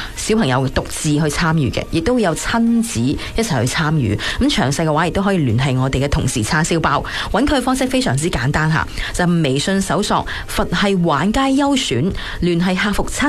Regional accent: Guangdong, China

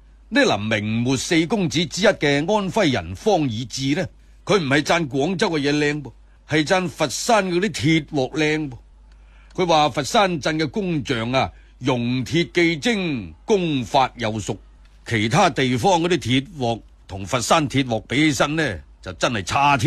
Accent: Guangdong, China; 我哋广东人

